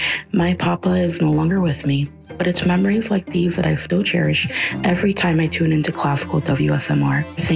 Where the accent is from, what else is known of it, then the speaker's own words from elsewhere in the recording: Tampa, Florida, United States; I'm from Tampa.